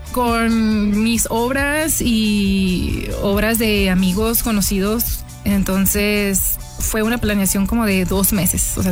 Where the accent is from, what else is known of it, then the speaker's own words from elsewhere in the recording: Ojinaga, Chihuahua, Mexico; Aún así, siendo mexicanos, yo siendo de Ojinaga, una frontera que, pues es, se vive ahí la vida, pues muy lento.